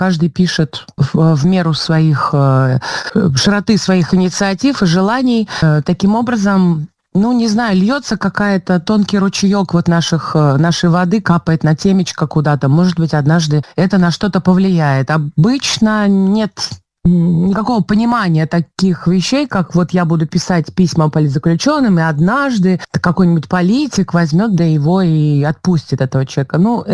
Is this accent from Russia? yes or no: no; Belarus; now in London, United Kingdom; мы, белорусы, заложили капсулу времени